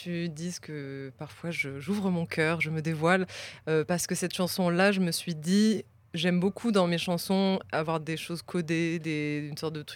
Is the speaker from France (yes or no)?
yes; Southern France, France; moved away; Je suis du Sud. Je viens du Sud, oui.